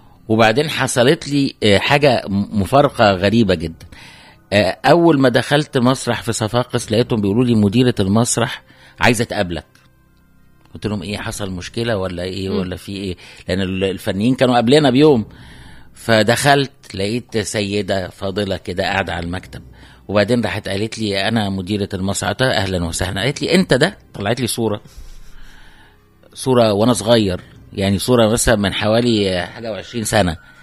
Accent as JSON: {"language": "Arabic", "country": "Egypt", "said": "احنا طبعا من تونس هند موجودة في مصر"}